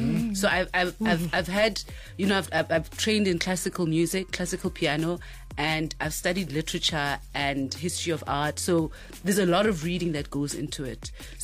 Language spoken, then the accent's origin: English; South Africa; also born or lived in Bloemfontein / Mafikeng; No, I'm from South Africa.